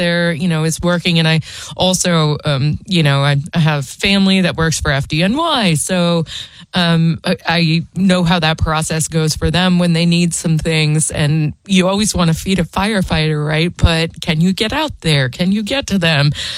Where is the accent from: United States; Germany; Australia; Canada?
United States; New York; I mean, I grew up in New York, right? And I saw that during 9/11.